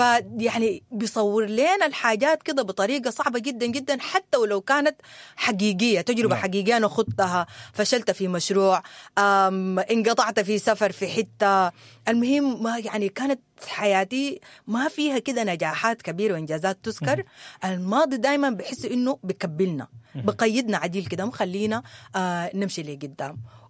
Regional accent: Sudan; الفترة اللي مرينا بها إحنا كسودانيين بصراحة يا هيثم ما كانت فترة هينة.

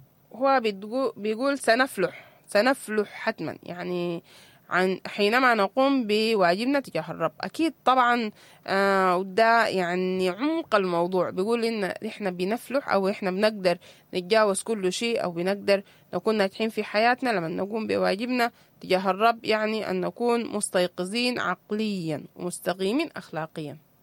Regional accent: Sudan; احنا كمجتمعات سودانية

